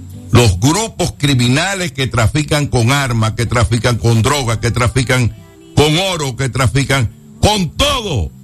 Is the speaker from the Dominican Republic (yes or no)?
yes; Dominican Republic; nosotros somos una consecuencia hispanoamericana, los dominicanos.